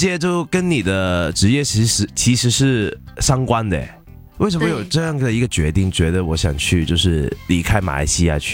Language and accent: Cantonese; Hong Kong; 就好像我们香港人跟广州人，大家都是说广东话，可是有时候我就是听不懂。